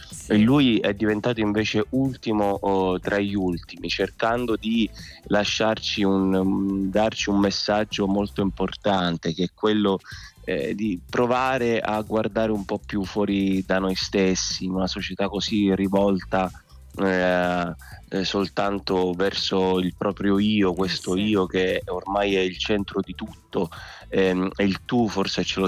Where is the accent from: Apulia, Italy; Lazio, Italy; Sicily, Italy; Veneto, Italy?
Sicily, Italy; Palermo; lo conoscevo da palermitano